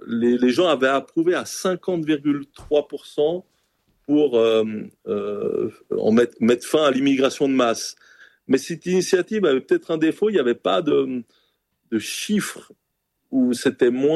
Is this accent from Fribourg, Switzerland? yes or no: no; Geneva, Switzerland; Alors, un des derniers cantons, c'est Genève. On est suisse que depuis 1815.